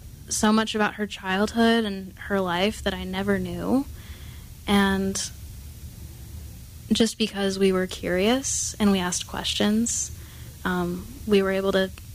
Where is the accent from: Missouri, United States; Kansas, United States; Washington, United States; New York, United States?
Kansas, United States; moved away as an adult; I'm from outside of Kansas City, Kansas. I was raised there, and I lived there until I was 18 years old.